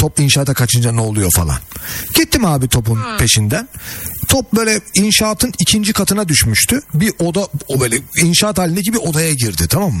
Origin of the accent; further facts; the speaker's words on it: Istanbul, Turkey; Ben dedim İstanbul'da büyüdüm ama. Yani benim de mesela bulunduğum yer köy gibiydi o zamanlar, 80'ler 90'lar falan.